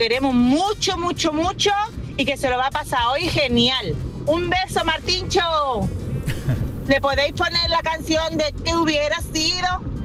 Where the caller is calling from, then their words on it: Málaga, Andalusia, Spain; llamo desde Málaga